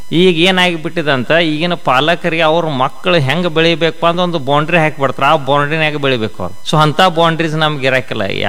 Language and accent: Kannada; Bailhongal, Karnataka, India; also born or lived in Pune; ನಾವು ಇರೋದು ಬೆಳಗಾವಿ ಜಿಲ್ಲೆ ಬೈಲಹೊಂಗದಲ್ಲಿ. ನನ್ನ ಬಾಲ್ಯ ನನ್ನ ಮೊದಲನೇ ತರಗತಿಯಿಂದ ಪಿ ಯು ಸಿವರೆಗೆ ಆಗಿರೋದು ಬೈಲಹೊಂಗಲ್ನಲ್ಲಿ. ನಾವು ಕಲಿತಿರೋದು ಕನ್ನಡ ಮೀಡಿಯಂನಲ್ಲಿ. ನನ್ನ ಇಂಜಿನಿಯರಿಂಗ್ ಆಗಿರೋದು ಬಸವೇಶ್ವರ ಇಂಗೇಜ್ ಕಾಲೇಜ್ ಬಾಗಲಕೋಟೆನಲ್ಲಿ.